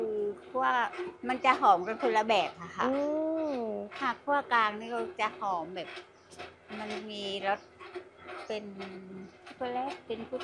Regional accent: Surat Thani, Thailand; now in Ranong, Thailand; เป็นคนสุราษฎ

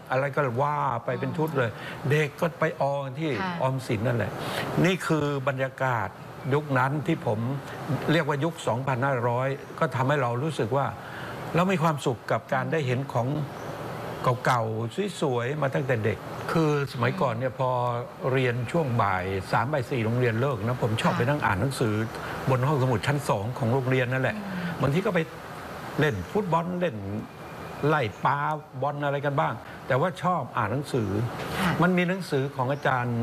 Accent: Ranot, Songkhla, Thailand; born there; ผมเกิดที่อำเภอระโนดจังหวัดสงขลาเหนือทะเลสาบสงขลาเลยไกลมากเมื่อปี2496

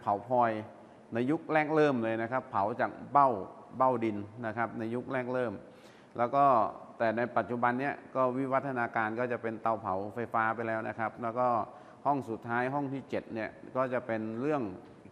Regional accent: Bo Rai district, Trat, Thailand

